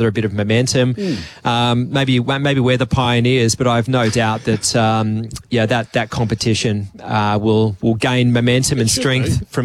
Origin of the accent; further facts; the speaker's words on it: Perth, Western Australia, Australia; I grew up in Perth in WA.